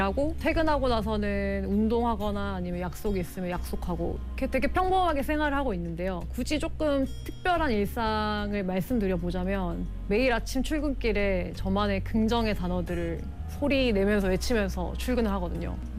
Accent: Yeongam, South Jeolla, South Korea; moved away as an adult; also born or lived in Seoul; now in Busan, South Korea; 저의 고향인 전남 영암에서 부산이든 그렇게 멀다라는 생각 자체를 안 했던 것 같아요.

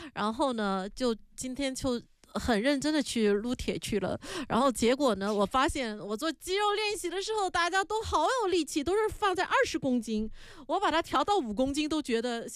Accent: China; now in South Korea

